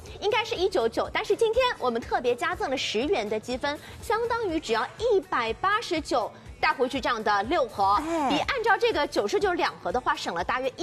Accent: Shanghai, China

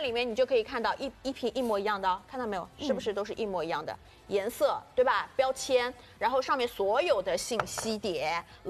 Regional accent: Shanghai, China; 我们上海人也很实惠的呀，

